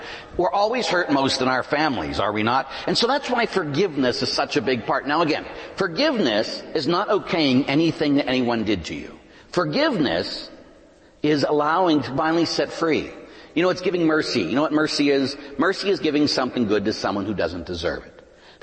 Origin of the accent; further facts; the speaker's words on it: Pittsburgh, Pennsylvania, United States; Now, I grew up in Pittsburgh. And in growing up in Pittsburgh, my father had a saying.